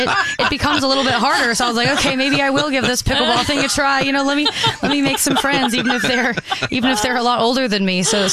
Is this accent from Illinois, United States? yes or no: no; Florida, United States; I'm from the South Florida area, which is a hot spot.